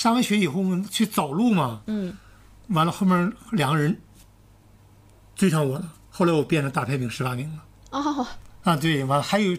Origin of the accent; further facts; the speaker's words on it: China; 别人都说我是疯子，是全世界人没有干的事情，我们中国人干了吗？